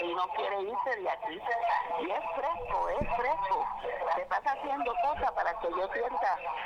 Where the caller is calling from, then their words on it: San Juan, Puerto Rico; Aquí en San Juan.